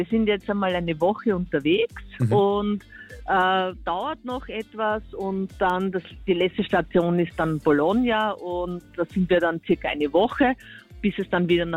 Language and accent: German; Vienna, Austria; now in Carinthia, Austria; Nein, aus Wien.